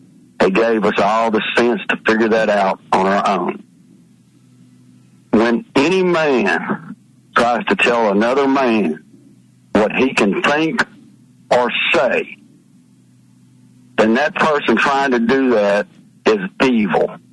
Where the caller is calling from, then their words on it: Mississippi, United States; from Mississippi.